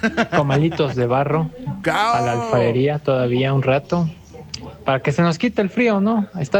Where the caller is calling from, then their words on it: Puebla, Mexico; Saludos desde la fría y sierra nororiental poblana